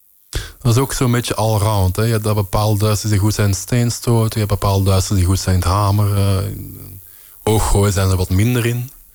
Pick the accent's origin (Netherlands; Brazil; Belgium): Belgium; Ja, hooggooien kan ik nu ook als Belg wel goed.